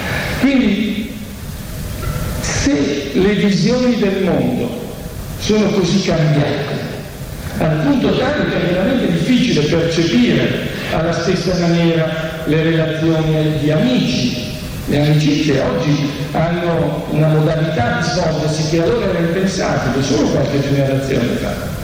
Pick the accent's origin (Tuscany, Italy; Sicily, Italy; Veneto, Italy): Veneto, Italy; Verona; io sono di Verona, quindi un ambiente piuttosto tradizionale